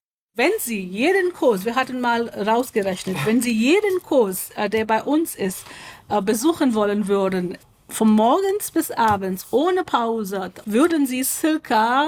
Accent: Mumbai, Maharashtra, India; moved away; Ich bin in Mumbai aufgewachsen, Ende 80er, Anfang 90er.

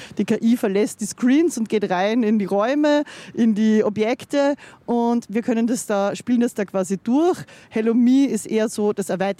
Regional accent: Linz, Upper Austria, Austria; Ich bin in Linz aufgewachsen

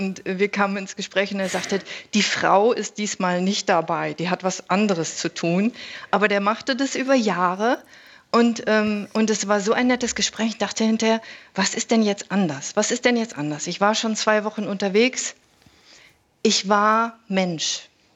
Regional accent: Bochum, North Rhine-Westphalia, Germany; moved away; Ich bin aus Bochum eigentlich ursprünglich.

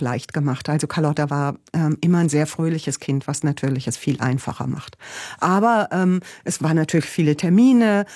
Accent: Gieselwerder, Hesse, Germany; moved away as an adult; also born or lived in Bad Karlshafen; also ich bin im kleinen Dorf in der Nähe von Bad Karlshafen aufgewachsen, Gieselwerder, ein kleiner Ort an der Weser, und das war natürlich zum einen ein sehr, ist das ja ein recht schönes Dorf, was da an der Weser liegt, und das war ja auch eine recht enge so Dorfgemeinschaft

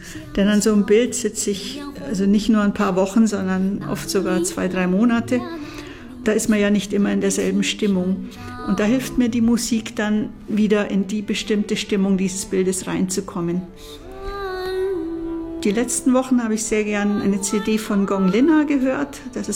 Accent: Bavaria, Germany; now in Lower Franconia, Germany; Ich bin ja im Allgäu aufgewachsen, im Ostallgäu, zwischen diesen grünen Kuhwiesen. Ich lebe seit 20 Jahren hier in Unterfranken, in der Weinbaugegend.

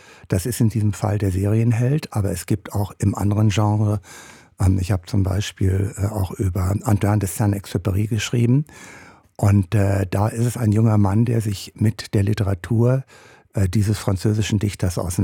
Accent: Wewelsburg, North Rhine-Westphalia, Germany; Ich habe dort als Kind in den Trümmern des ehemaligen KZ Niederhagen gespielt.

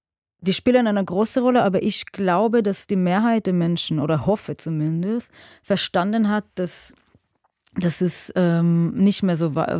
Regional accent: Israel; now in Germany; als ich gesagt habe, ich komme aus Israel

